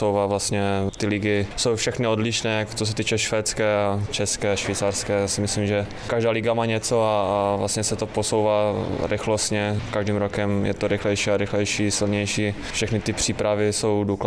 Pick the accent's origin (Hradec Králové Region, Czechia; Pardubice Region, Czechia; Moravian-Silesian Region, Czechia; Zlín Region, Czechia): Moravian-Silesian Region, Czechia; Třinec; Super, protože jsem odsaď, jsem odchovanec z Třince, takže tady vlastně trávím celé léto.